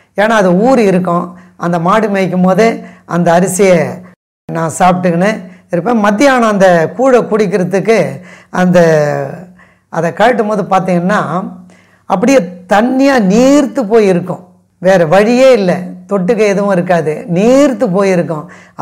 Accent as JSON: {"language": "Tamil", "town": "Nedungundram", "region": "Tamil Nadu", "country": "India", "tie": "born or raised there", "also_born_or_lived": "Perumbakkam", "said": "அந்த பெரும்பாக்கத்திலிருந்து என்னுடைய முழு குடும்பமும் என்னையும் கூட்டிக்கின்னு என்னுடைய சொந்த ஊருக்கு, அதாவது நெடுங்குன்றம், வண்டலூர் ஜூவுக்கு பக்கத்தில் நெடுங்குன்றம் என்ற கிராமம் தான் என்னுடைய சொந்த ஊர்."}